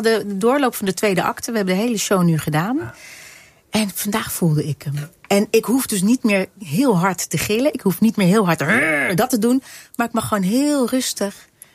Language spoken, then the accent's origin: Dutch; The Hague, South Holland, Netherlands; ik kom uit Den Haag en daar zat ik in het rockcircuit.